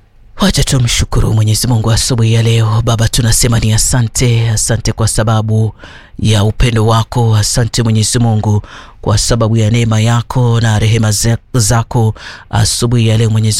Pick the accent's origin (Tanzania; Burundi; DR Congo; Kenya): Kenya; Tana River County; Nasikia pia kule kwetu Tana River